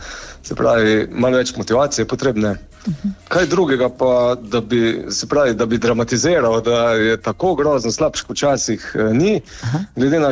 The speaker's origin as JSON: {"language": "Slovenian", "region": "Carinthia", "country": "Slovenia"}